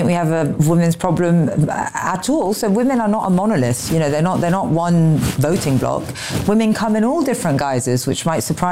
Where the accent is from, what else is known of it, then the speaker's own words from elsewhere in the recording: London, United Kingdom; I'm a prosecutor, I'm a Londoner